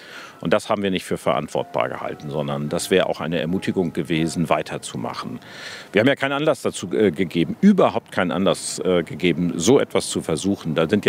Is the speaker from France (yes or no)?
no; Germany; ganz traditionell als Deutsche.